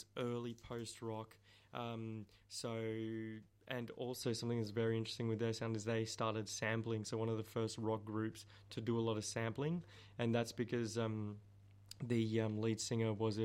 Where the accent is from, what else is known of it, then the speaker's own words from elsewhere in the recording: Melbourne, Victoria, Australia; born there; growing up in Melbourne